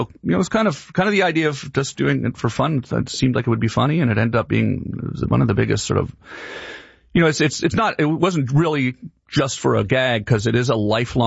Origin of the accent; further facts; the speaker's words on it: Ottawa, Ontario, Canada; also born or lived in Los Angeles, United States; I want to move home to Canada. This is, you know, I've been in LA for a long time, and I grew up in Ottawa, and my parents are there, and I want to be closer to them